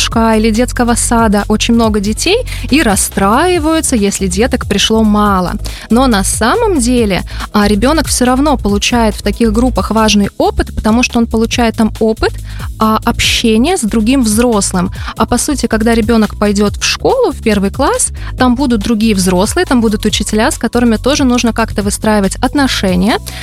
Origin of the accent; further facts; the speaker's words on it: Latvia; now in Cyprus; Вообще я из Латвии, так что на Кипре я у нас новенькая.